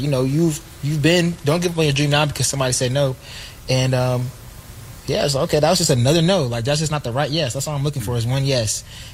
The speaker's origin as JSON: {"language": "English", "town": "Gwinnett", "region": "Georgia", "country": "United States", "tie": "born or raised there", "said": "And I was growing up in Gwinnett, going against people that had all the Power 5 offers, you know, going to Norcross, seeing all the college scouts in my practice."}